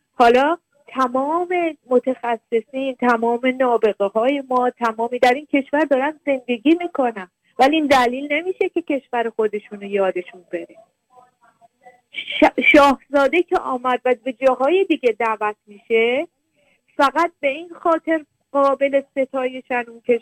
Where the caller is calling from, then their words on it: Sweden; ما شهروند اینجا هستیم، اینجا زندگی میکنیم